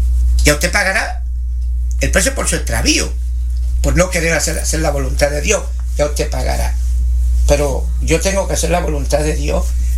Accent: Puerto Rico; que soy puertorriqueño.

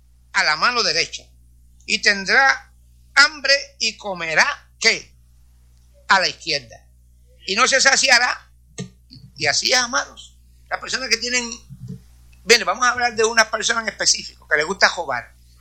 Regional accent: Corozal, Puerto Rico; moved away; allá en mi isla, especialmente en el pueblo de Corozal

